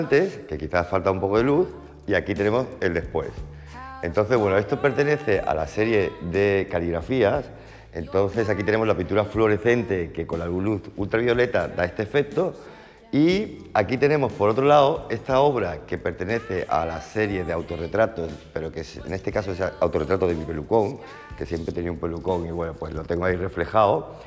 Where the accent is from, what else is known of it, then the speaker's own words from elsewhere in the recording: Jerez de la Frontera, Andalusia, Spain; yo soy de Jerez, mis raíces son de aquí